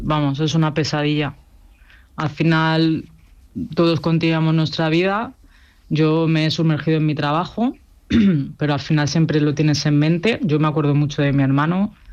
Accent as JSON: {"language": "Spanish", "town": "Getafe", "region": "Community of Madrid", "country": "Spain", "tie": "born or raised there", "said": "nosotros somos de Getafe, nos hemos criado en Getafe."}